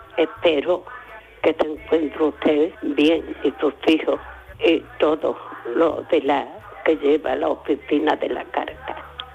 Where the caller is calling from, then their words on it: Algeciras, Andalusia, Spain; de Algeciras